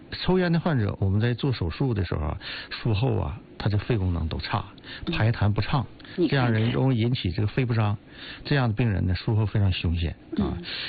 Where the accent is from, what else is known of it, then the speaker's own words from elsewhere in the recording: Northeast China, China; 尤其我们东北人